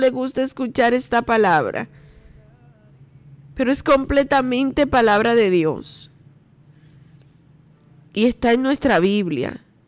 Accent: Dominican Republic

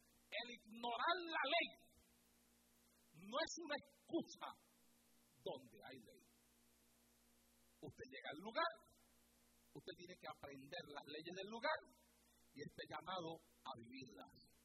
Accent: Puerto Rico; now in United States; Cuando yo vine de Puerto Rico acá, que yo fui a cambiar mi licencia, yo tuve que coger un examen.

